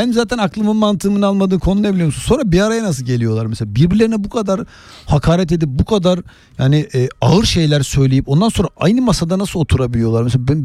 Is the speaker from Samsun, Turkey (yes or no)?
no; Gaziosmanpaşa, Istanbul, Turkey; Bak, ben Gazi Osman Paşa'da büyüdüm. Hani senin o hani varoş diye anlattıkları böyle eğitim konusunda problemli bir yerde büyümüşüm.